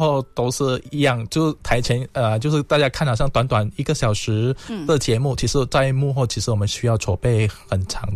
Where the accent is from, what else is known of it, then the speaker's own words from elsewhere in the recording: Kuching, Sarawak, Malaysia; moved away; 那我本身是来自沙拉越古晋